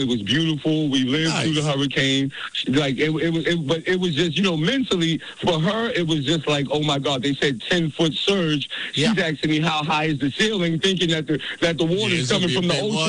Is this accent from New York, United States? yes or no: yes; New York City, New York, United States; Listen, I'm from New York City originally. So my wife moved down to Florida.